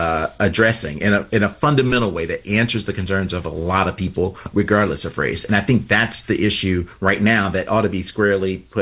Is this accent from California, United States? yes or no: no; Alabama, United States; my home state of Alabama